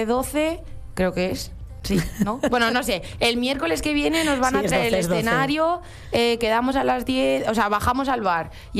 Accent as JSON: {"language": "Spanish", "town": "Huete", "region": "Castilla-La Mancha", "country": "Spain", "said": "yo que también soy de Huete, que tampoco es que sea mucho más grande"}